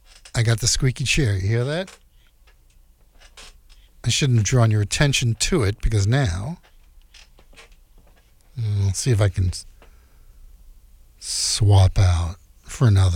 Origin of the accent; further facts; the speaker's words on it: New York City, New York, United States; artists from Brooklyn, New York. Hint, hint, my hometown.